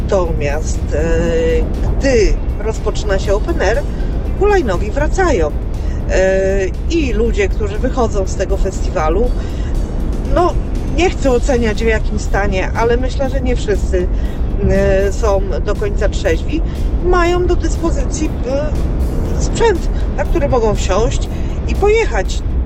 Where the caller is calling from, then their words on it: Gdynia, Pomeranian Voivodeship, Poland; z Oktawki, bo tak sobie słucham tego, co państwo mówicie i nasunął mi się przykład. Mieszkam w Trójmieście, w Gdyni, niedaleko miejsca, w którym odbywa się Open Air.